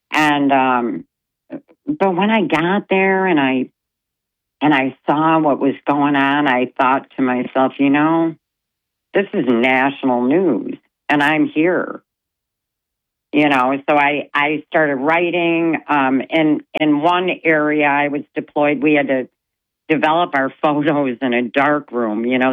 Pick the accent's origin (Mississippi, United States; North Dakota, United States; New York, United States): New York, United States; Rochester; moved away as an adult; I grew up in Rochester, New York. And then I went in the military right after high school.